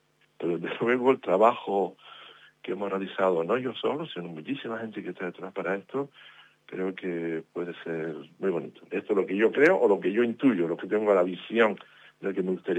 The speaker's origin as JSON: {"language": "Spanish", "town": "Teror", "region": "Canary Islands", "country": "Spain", "said": "Somos canarios, en este caso somos de Teror, tenemos que seguir viviendo, manteniendo nuestras costumbres."}